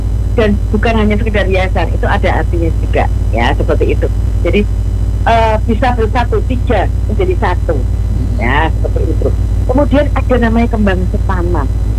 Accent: Java, Indonesia; Bureh kalau kita orang Jawa itu kan diburehkan ya

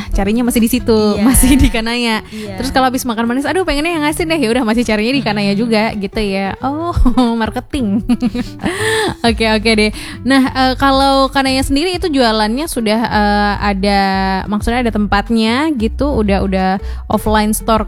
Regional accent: West Sumatra, Indonesia; Nah jadi mungkin ya namanya juga kita orang Minang ya

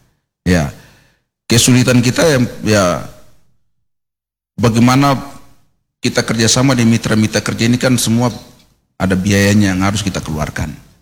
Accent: Papua, Indonesia; kita orang Papua

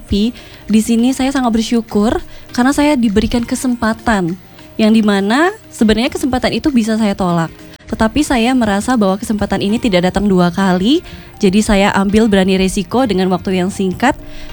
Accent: Sintang, West Kalimantan, Indonesia; saya berasal dari daerah, dari Sintang ke provinsi aja butuh waktu 6-7 jam.

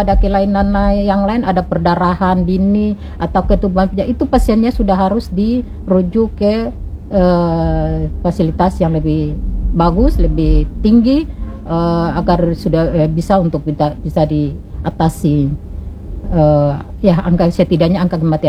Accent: Maluku, Indonesia; kita orang Maluku

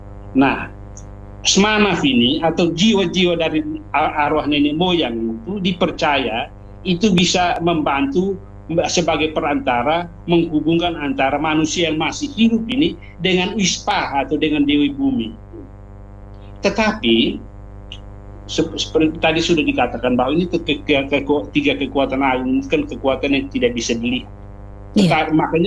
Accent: East Nusa Tenggara, Indonesia; first language Dawan; kalau kami orang Timur yang berbahasa Dawan, yang walaupun sudah beragama itu menyebut Tuhan Allah itu dengan istilah Wisneno.

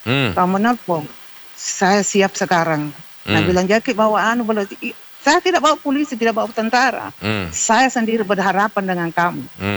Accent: South Sulawesi, Indonesia; Kita ini Bugis Makassar memang harus lebih dalam itu ilmu sirit napace

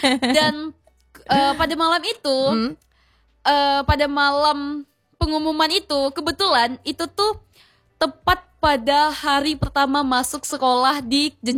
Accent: Sumatra, Indonesia; kita orang Sumatera

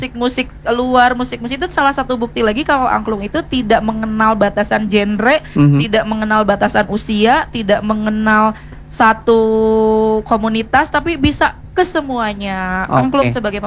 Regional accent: West Java, Indonesia; Nah, kita orang Sunda punya nada sendiri namanya daminatilada.

